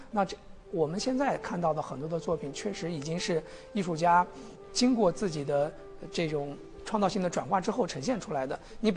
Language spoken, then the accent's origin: Chinese; Shenzhen, Guangdong, China; 我们深圳人